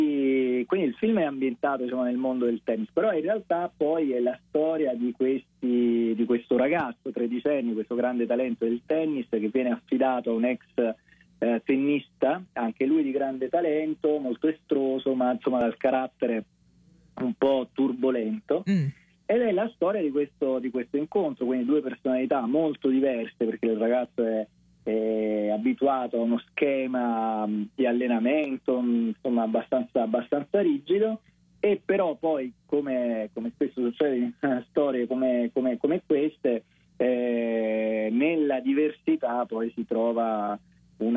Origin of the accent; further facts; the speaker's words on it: Naples, Campania, Italy; da napoletano, quando un non napoletano interpreta, insomma, dei personaggi della mia città